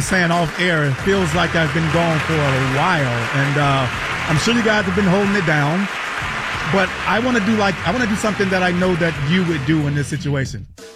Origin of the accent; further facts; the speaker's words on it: United States; but you know, being American, we would probably feel that and take that stance.